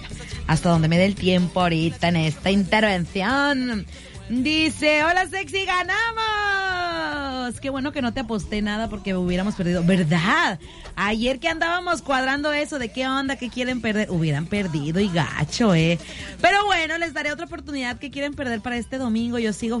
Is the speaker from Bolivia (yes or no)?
no; Mexico; todos somos mexicanos